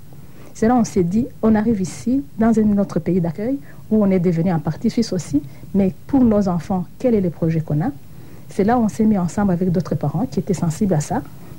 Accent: Burundi; Moi, personnellement, je suis venue du Burundi. Je suis rwandais d'origine, mais exilée des années 60.

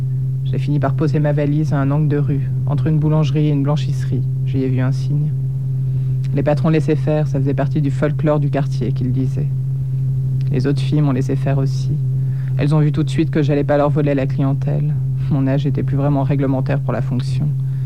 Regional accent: Geneva, Switzerland; born there; Je suis née au Paquis et ça parle de ce quartier, de ce que j'y voyais, de ce que j'aimais y voir et de ce que j'aimais y inventer.

